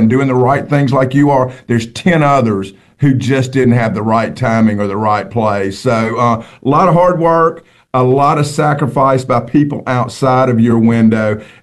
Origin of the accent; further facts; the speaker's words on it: Mississippi, United States; And I'm from Mississippi, so 20 degrees is cold to me.